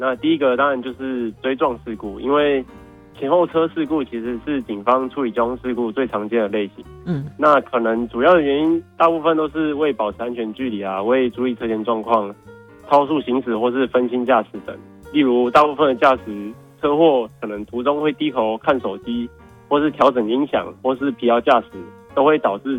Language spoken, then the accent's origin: Chinese; southern Taiwan, Taiwan; 因为像我是南部人，